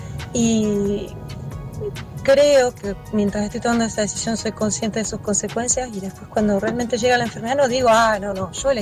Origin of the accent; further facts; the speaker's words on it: Argentina; Ya que en nuestro caso, al menos como argentinos, tenemos terreno mucho